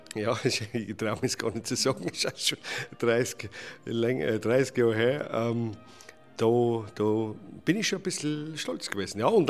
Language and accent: German; Tyrol, Austria; ich bin auf der Alpen aufgewachsen.